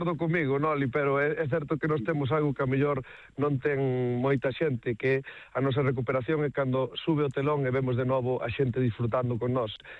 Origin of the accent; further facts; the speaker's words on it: Arteixo, Galicia, Spain; Eu son de Arteixo, pero nacido en Vila Rodís, e o equipo que tiñamos ali era o Oseiro.